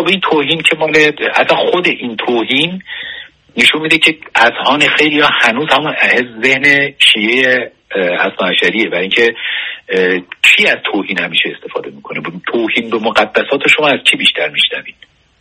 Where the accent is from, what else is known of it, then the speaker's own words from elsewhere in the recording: Iran; ما اکثریت مردم ایران بودیم